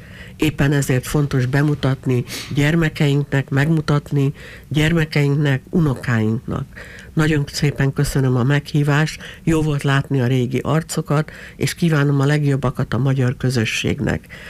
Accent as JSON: {"language": "Hungarian", "town": "Sydney", "region": "New South Wales", "country": "Australia", "tie": "born or raised there", "said": "Mi 1963-ban mentünk vissza először. Engem, mint 16 éves fiút, aki Sydneyben nőttem fel"}